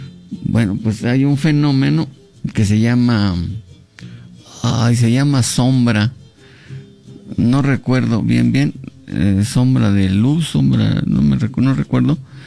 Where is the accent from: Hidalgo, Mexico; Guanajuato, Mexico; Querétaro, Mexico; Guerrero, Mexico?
Hidalgo, Mexico; Zimapán; ya me voy para mi pueblo, voy a conocerlo, en realidad voy a conocerlo, porque no lo conocía, más conocía el centro de Zimapán y el Salitre, y Remedios, y es todo lo que sabía de Zimapán.